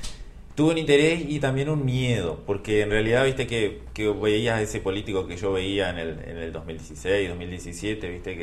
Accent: Uruguay; yo nací en el Quiroga, fui al Liceo 4, después al Ipol, después a la facultad. O sea, yo soy del barrio.

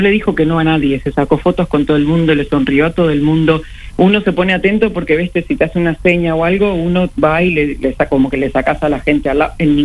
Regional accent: Uruguay; Me preguntaste, ¿sos uruguaya? Y me miraste el informe y los ojos grandes. Y digo, sí, soy uruguaya.

